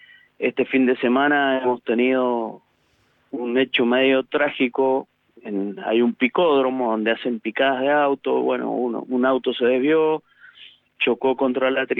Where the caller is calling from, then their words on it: San Martín, Mendoza, Argentina; de San Martín, Mendoza.